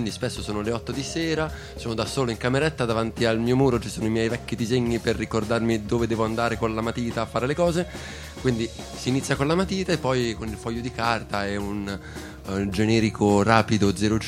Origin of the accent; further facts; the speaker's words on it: Brianza, Lombardy, Italy; Io invece da brianzolo che sono, quindi da una zona di mondo estremamente industrializzata